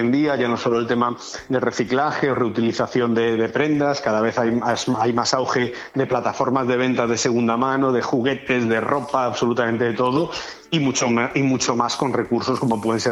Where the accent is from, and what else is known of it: Galicia, Spain; now in Benidorm, Spain